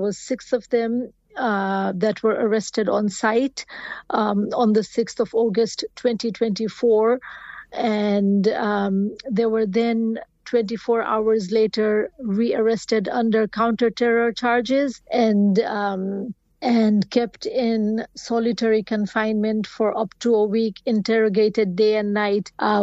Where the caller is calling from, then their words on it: London, United Kingdom; So I am actually speaking from London, United Kingdom